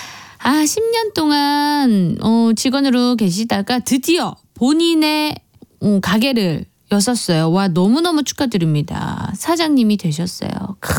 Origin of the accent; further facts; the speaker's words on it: Busan, South Korea; born there; moved away as an adult; now in Seoul, South Korea